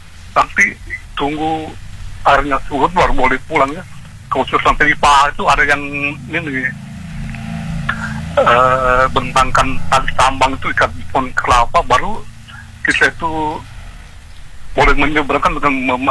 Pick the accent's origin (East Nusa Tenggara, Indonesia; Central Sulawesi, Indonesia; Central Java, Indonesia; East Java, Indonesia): Central Sulawesi, Indonesia; Donggala; born there; Iya, kalau di daerah aku Bangsa ada sungai yang berbelah Kota Donggala itu ya.